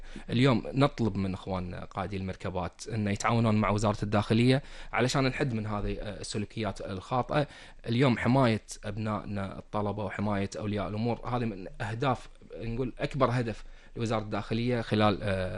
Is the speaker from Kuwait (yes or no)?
yes; Kuwait; عندنا بالكويت